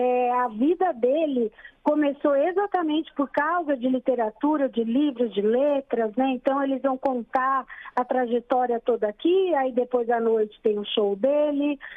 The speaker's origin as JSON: {"language": "Portuguese", "region": "São Paulo", "country": "Brazil", "said": "eu sou de São Paulo"}